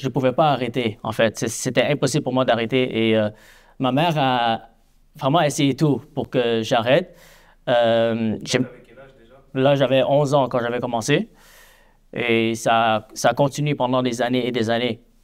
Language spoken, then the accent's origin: French; Montreal, Quebec, Canada; born there; Je suis un prédicateur de l'Évangile et voici mon témoignage. Alors moi, je suis né ici à Montréal. Mes parents sont coréens.